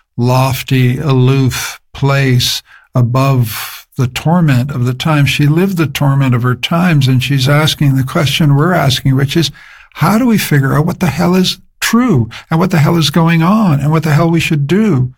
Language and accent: English; Canada; now in Vienna, Austria; I'm a Canadian professor of historical studies at Central European University in Vienna.